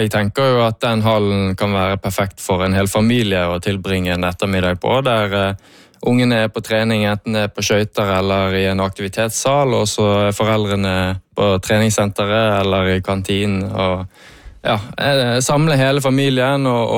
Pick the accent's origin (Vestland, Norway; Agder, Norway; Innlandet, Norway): Vestland, Norway; Fana; Det er veldig viktig. Det er der jeg kommer fra. Det er der jeg startet min vei på idrettsbanen.